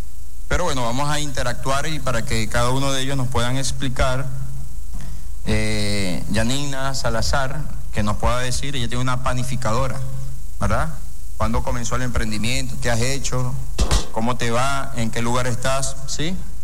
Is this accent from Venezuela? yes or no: yes; Maturín, Monagas, Venezuela; yo soy de Maturín, de Monagas, el mejor estado y la mejor ciudad de Venezuela.